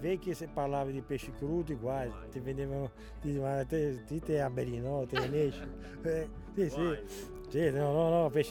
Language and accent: Italian; Recco, Liguria, Italy; now in Camogli, Italy; Io andavo a pescare così, sempre da Recco, perché io sono di Recco. Ah. Però poi sono venuto qua a Camogli e dal 96 sono pescatore.